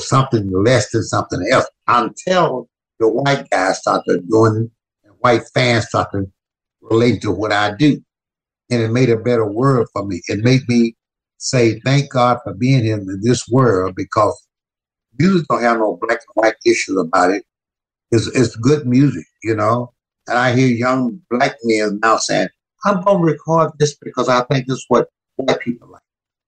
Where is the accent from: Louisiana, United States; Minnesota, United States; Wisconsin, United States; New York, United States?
Louisiana, United States; born there; also born or lived in Mississippi; I was born in Louisiana.